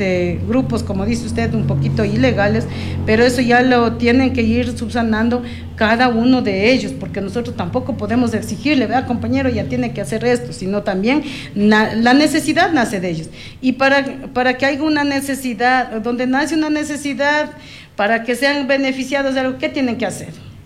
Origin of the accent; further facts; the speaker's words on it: Ecuador; a la final somos ecuatorianos